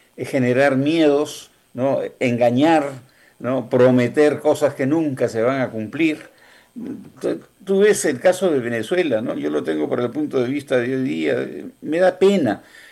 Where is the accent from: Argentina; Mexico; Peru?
Peru; now in United States; el peruano no deja de ser peruano. Si nos lleven a Marte, nos lleven a Júpiter, seguimos siendo peruanos, seguimos amando a nuestra tierra, es donde hemos nacido.